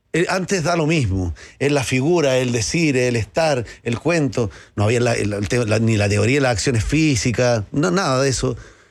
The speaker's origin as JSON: {"language": "Spanish", "country": "Chile", "said": "de Chile. Puedo hacer todo."}